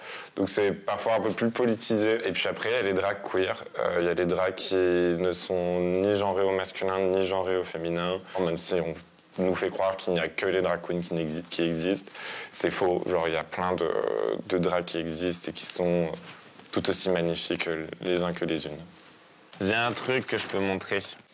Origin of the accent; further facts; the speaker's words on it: France; Je suis français.